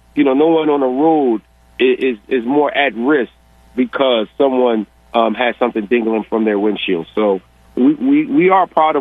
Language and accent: English; Philadelphia, Pennsylvania, United States; For a lot of us growing up in Philadelphia, getting pulled over by the police was honestly a rite of passage.